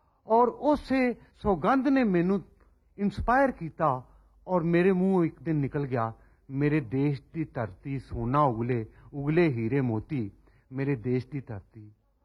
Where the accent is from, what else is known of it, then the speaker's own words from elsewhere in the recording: Punjab, India; now in Mumbai, India; ਜਿਹੜਾ ਪੰਜਾਬ ਵਿੱਚ ਜੰਮਿਆ ਪਲਿਆ ਔਰ ਵੱਡਾ ਹੋਇਆ ਨਾ, ਉਹ ਫਿਰ ਉਹਨੂੰ ਪੰਜਾਬ ਦਾ ਰੰਗ ਜੋ ਮਜ਼ਾ ਦਿੰਦਾ ਨਾ, ਉਹ ਹੋਰ ਕੋਈ ਰੰਗ ਨਹੀਂ ਦੇ ਸਕਦਾ। ਮੈਨੂੰ 30 ਸਾਲ ਹੋ ਗਏ ਨੇ ਬੰਬਈ ਦੇ ਵਿੱਚ ਆਇਆ ਹਾਂ।